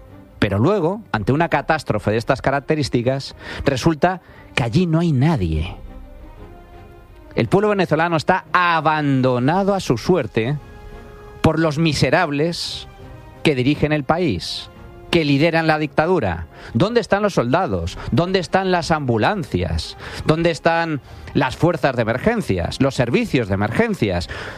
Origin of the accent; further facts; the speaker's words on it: Spain; En el caso de España todavía es de mayor gravedad ese abandono, porque somos un país rico.